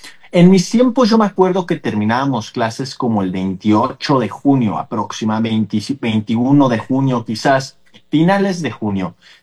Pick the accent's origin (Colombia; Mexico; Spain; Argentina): Mexico; soy un mal mexicano en ese sentido